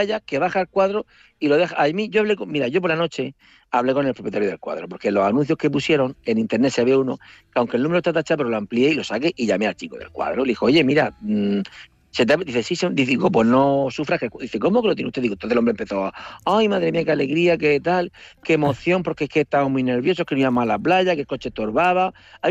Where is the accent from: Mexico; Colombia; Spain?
Spain; Murcia, Region of Murcia; me identifico, digo, mire … soy de Murcia y tal